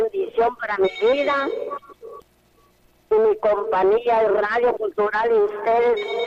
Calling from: Mazatenango, Suchitepéquez, Guatemala; Le habla aquí … de Mazatenango, vivo en Cantón La Cruz.

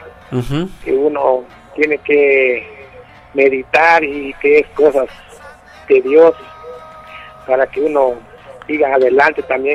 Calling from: Jocotenango, Sacatepéquez, Guatemala; De Aldea Vista Hermosa

